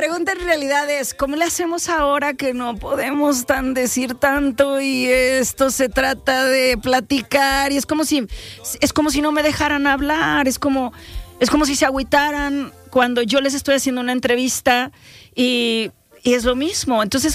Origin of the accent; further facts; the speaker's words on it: Guadalajara, Jalisco, Mexico; also born or lived in Los Angeles; que se sientan bienvenidos en Guadalajara, porque es mi ciudad, porque yo amo a mi gente, porque al final somos mexicanos